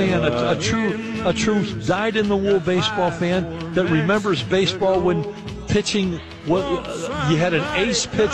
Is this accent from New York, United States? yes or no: no; Chicago, Illinois, United States; now in central Illinois, United States; I grew up in the Chicagoland area